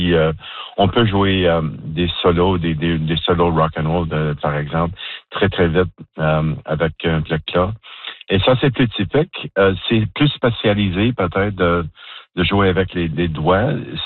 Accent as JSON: {"language": "French", "town": "Montreal", "region": "Quebec", "country": "Canada", "tie": "born or raised there", "said": "depuis mon enfance à Montréal"}